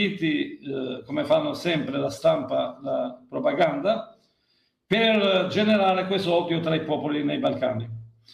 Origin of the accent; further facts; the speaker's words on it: Albania; perché io sono albanese, ma quella non era una guerra di liberazione assolutamente, io sono tra pochi albanesi che l'ho detto da 20 anni questa